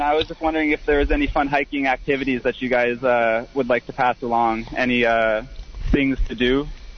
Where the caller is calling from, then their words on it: San Francisco, California, United States; we live in San Francisco.